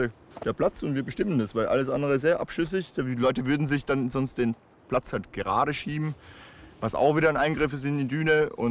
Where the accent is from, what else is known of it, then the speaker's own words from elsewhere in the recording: Austria; diese FKK-Kultur, die ja für mich komplett fremd war als Österreicher